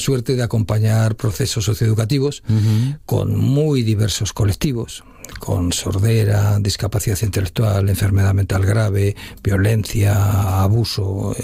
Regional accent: Basque Country, Spain; moved away; pero me tenía que marchar de Euskadi. Y dije, ¿a qué sitio puede ir que sea lo más parecido a mi tierra?

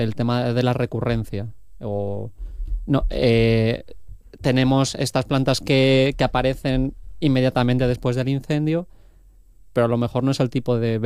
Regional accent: Valencian Community, Spain; Yo soy valenciano y una de esas cosas que suele decir es que allí no sabe llover.

